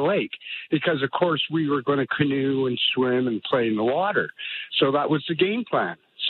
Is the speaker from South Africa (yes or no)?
no; Victoria, British Columbia, Canada; I'm from Victoria, originally from the island, so once in a while we'd hit the surf in Tofino.